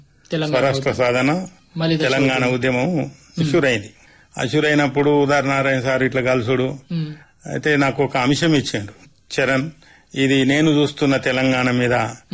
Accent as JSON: {"language": "Telugu", "area": "Adilabad", "region": "Telangana", "country": "India"}